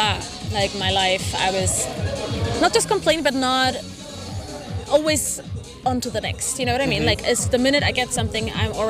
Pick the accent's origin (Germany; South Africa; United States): Germany; my parents are from Ethiopia and I grew up quite poor in Germany